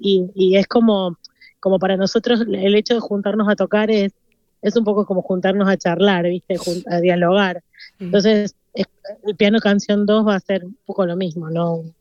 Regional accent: Mendoza, Argentina; Y vos sabés que en Mendoza, de donde soy yo, está lleno de retamas, porque es una planta medio del desierto.

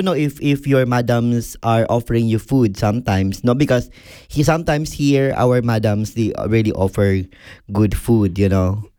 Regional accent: Philippines; English is a second language; now in Switzerland; since we are Filipino, we love karaoke, so I can't clean without music, you know.

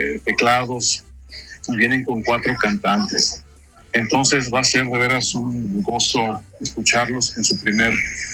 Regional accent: Mexico; now in Switzerland; sino qué sucede con nuestra cultura mexicana al vivir fuera de México y cómo se adapta esta cultura, vamos a decir, a este país que nos... que es nuestra casa ahora, que es Suiza.

